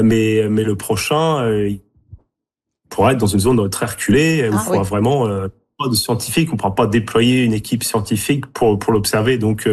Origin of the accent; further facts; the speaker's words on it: Normandy, France; moved away; Et là je vois que c'est très proche de là d'où je viens en Normandie.